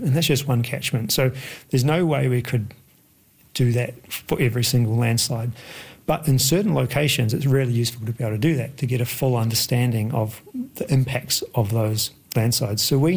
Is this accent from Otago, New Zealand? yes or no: no; Wellington, New Zealand; I grew up in Wellington. A lot of my extended family is from Wellington